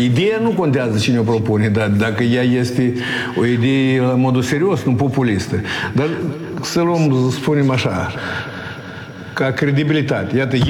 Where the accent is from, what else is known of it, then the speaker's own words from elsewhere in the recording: Moldova; Deci Rusia nu vrea nici cum să împaci cu faptul că noi suntem români moldoveni, că noi am fost parte din Principatul Moldova, da?